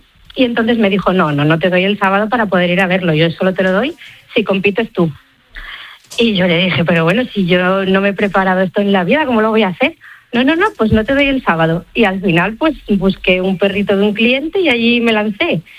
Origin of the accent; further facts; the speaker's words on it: Asturias, Spain; now in Barcelona, Spain; yo soy de Asturias, pero acabé viviendo en Barcelona y allí en aquella época, que era pues sobre 2010 o así